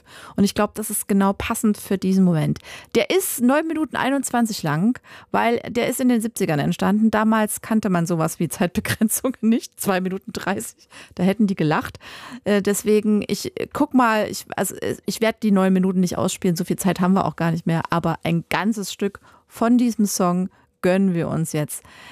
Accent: East Germany, Germany; Also ich bin ja Ostdeutsche und mich betrifft das schon sehr, dieses Wahlergebnis in Sachsen-Anhalt.

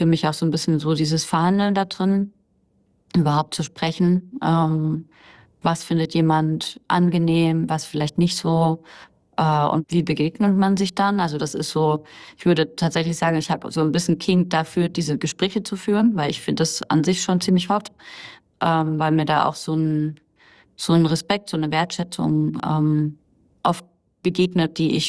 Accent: East Germany, Germany; Also ich komme einmal aus dem Osten Deutschlands, wo halt irgendwie schon da sehr viel wenig aus meiner Sicht Rücksicht genommen wurde, dass das irgendwie für Kinder halt irgendwie echt auch unangemessen ist, so.

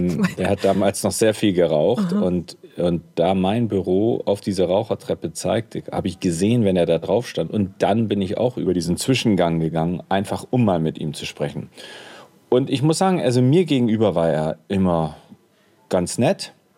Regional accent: Bremen, Germany; now in Switzerland; Ich bin gebürtiger Bremer und auch als halber Werder-Fan mal aufgewachsen.

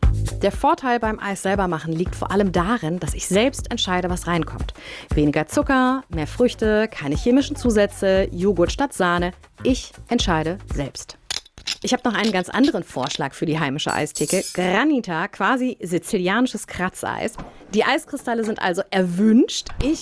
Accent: North Rhine-Westphalia, Germany; So klang er zumindest in meiner Kindheit am Niederrhein.

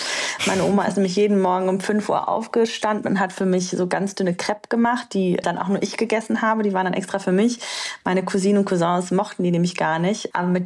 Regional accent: Transylvania, Romania; now in Germany; Mein Glücksort sind nämlich die Sommerferien und Winterferien in meiner Heimat, bei meiner Großmutter in Rumänien in Siebenbürgen.

